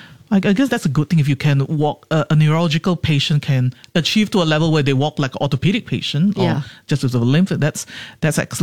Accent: Singapore; because I grew up in Singapore, you know, I mean, this is what gets us through in Singapore.

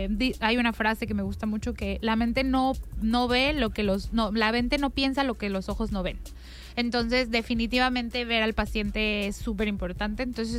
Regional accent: Mexico City, Mexico; Sí, sí, sí. Yo soy de Ciudad de México, entonces yo me formé allá.

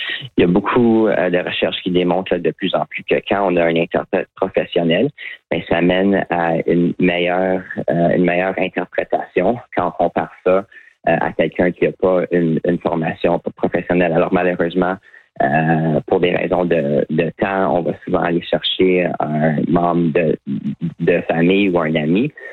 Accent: Ottawa, Ontario, Canada; Oui, mais moi, j'ai grandi à Ottawa, puis j'ai fait la plupart de mes études en français, incluant dans le programme de médecine à Ottawa en français.

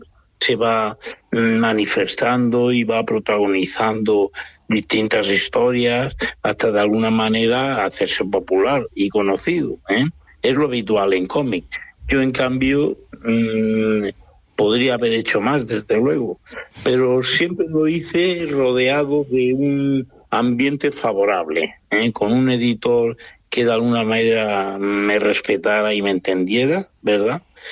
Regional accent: Aspe, Valencian Community, Spain; born there; Yo nací en Aspe, provincia de Alicante, ¿eh? Y es el interior de Alicante tirando al sur ya de la provincia.

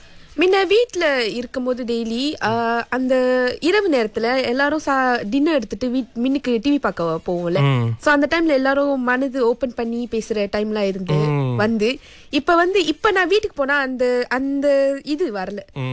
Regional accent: Seremban, Negeri Sembilan, Malaysia; moved away as an adult; also born or lived in Sungai Petani; பூர்வீகம் சுங்கைப்பத்தானி, ஆனா நான் வந்து படித்தது வளர்ந்தது எல்லாம் வந்து சிரம்பன்.

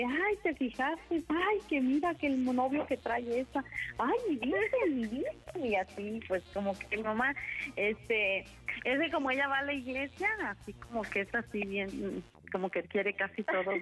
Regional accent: Celaya, Guanajuato, Mexico; moved away as an adult; now in Dallas, United States; Soy originaria de Celaya, Guanajuato.

